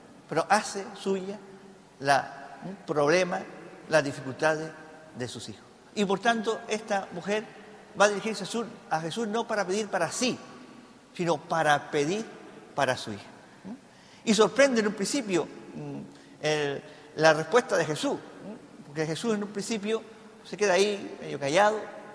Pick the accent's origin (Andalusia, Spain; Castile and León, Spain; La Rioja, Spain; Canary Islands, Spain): Canary Islands, Spain; Teror; soy aquí de Teror, ¿no? Mi gente, mi familia es de Osorio, ¿no, Ramón? ¿No? Del Pico de Osorio. Soy bisnieto, nieto e hijo de campesinos, de agricultores y de ganaderos